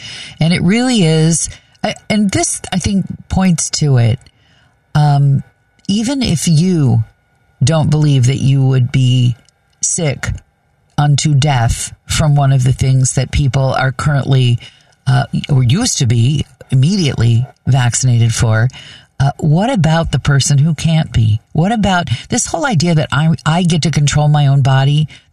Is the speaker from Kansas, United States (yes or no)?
yes; Kansas, United States; Growing up in Kansas, as I did, one of the most magical shows. We had a black and white TV. It got one channel.